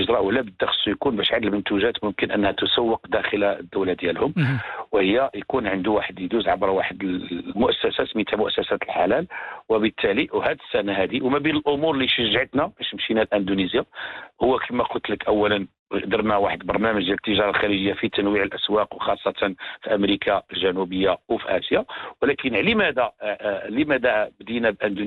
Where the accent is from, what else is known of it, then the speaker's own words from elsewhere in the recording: Morocco; حنا عندنا في المغرب